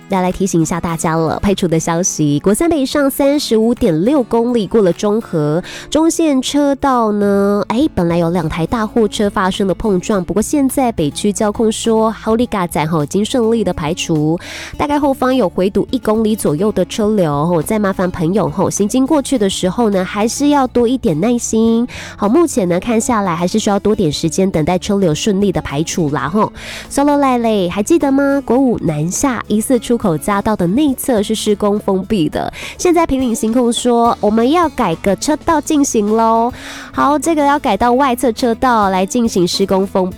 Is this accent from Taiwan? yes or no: yes; Nantou County, Taiwan; moved away; 如果我要回南投的话，哎，对，我是南投人。